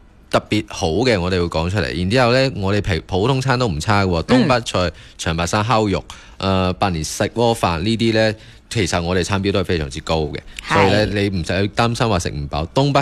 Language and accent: Cantonese; Guangdong, China